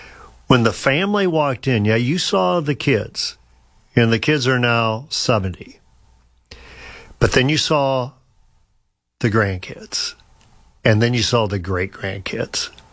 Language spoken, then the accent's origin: English; Sheldon, Iowa, United States; Chuck Hurley and I went up to a funeral in Sheldon, my hometown.